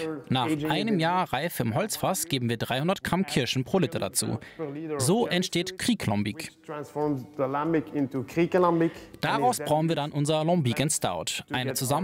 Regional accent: Brussels, Brussels-Capital Region, Belgium; Ich bin in Brüssel geboren und aufgewachsen.

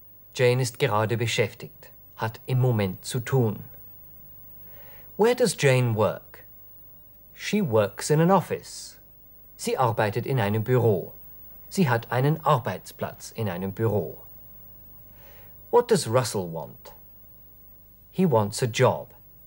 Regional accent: England, United Kingdom; I speak English. Naja, Kunststück. Ich bin ja Engländer.

